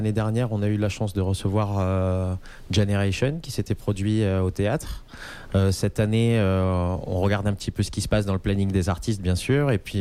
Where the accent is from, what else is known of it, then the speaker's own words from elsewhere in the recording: La Teste-de-Buch, Nouvelle-Aquitaine, France; nous on est originaire de La Teste sur le bassin d'Arcachon.